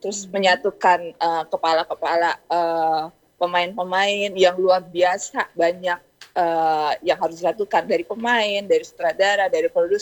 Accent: Sorong, Southwest Papua, Indonesia; Dan sebagai info aja, kalau saya sendiri dari Sorong, Papua Barat Daya.

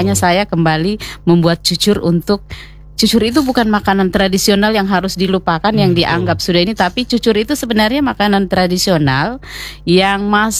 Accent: Southeast Sulawesi, Indonesia; Dan cucur itu sebenarnya bagian dari identitas kita sebagai orang Muna, entah orang Buton

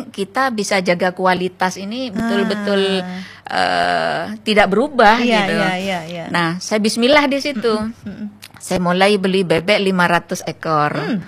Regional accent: Pamekasan, East Java, Indonesia; Dan saya karena di perkotaan, lingkungan kan padat di saya itu. Jadi saya alihkan ke Pamekasan karena saya asli Pamekasan.

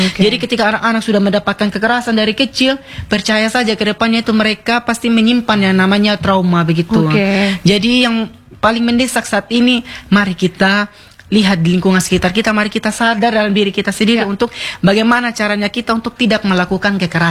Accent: Sumba, East Nusa Tenggara, Indonesia; kita orang Sumba

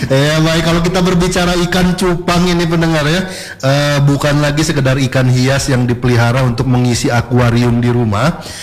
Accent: Jakarta, Indonesia; moved away; saya lahir besar di Jakarta dulu.

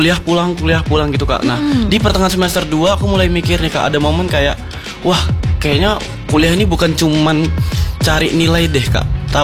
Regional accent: Pangkalan Bun, Central Kalimantan, Indonesia; Aku dari Kalimantan Tengah, Kak, tepatnya di Pangkalan Bun.

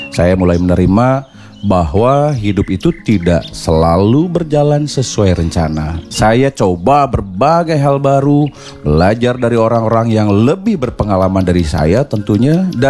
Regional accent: Jakarta, Indonesia; born there; Saya lahir di Jakarta 15 Oktober 1984.

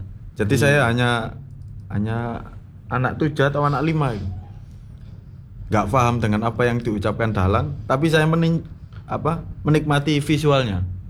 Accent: East Java, Indonesia; Kita kan Jawa Arek tadi.

